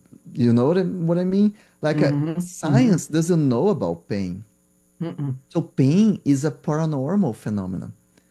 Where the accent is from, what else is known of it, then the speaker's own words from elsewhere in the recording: Brazil; school because I'm from Brazil, and Brazil medical school is undergrad, so you have to decide either you go that track or this track. So I went to medical school with the goal of understanding the brain. Like growing up in Brazil in the 90s